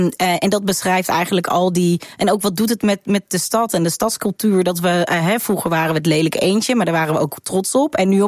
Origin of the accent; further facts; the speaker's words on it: Rotterdam, South Holland, Netherlands; Je moest als Rotterdammer vroeger uitleggen waarom je vrijwillig in Rotterdam woont en het ook nog leuk vindt.